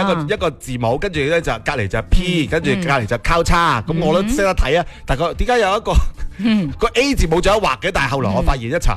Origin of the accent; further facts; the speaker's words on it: Guangzhou, Guangdong, China; 我作为广州人